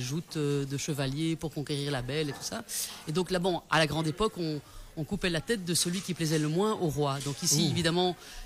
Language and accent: French; Brussels, Brussels-Capital Region, Belgium; Moi je viens de Bruxelles